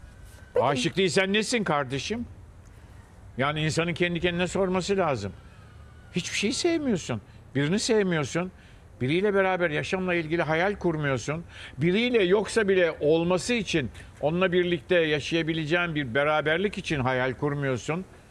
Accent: Istanbul, Turkey; also born or lived in Fatsa; Hayır, ben doğma büyüme İstanbul'uyum. Modalıyım ben ya.

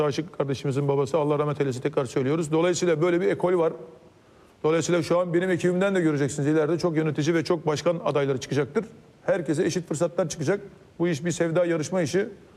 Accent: Istanbul, Turkey; born there; Kasımpaşa'nın esnaf çocuğu olarak

